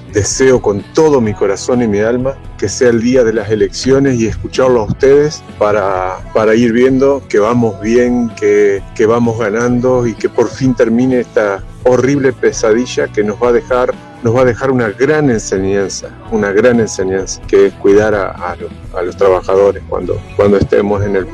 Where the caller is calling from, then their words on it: Paraná, Entre Ríos, Argentina; de Paraná, voy camino a ver a mi mami, tengo 56 años.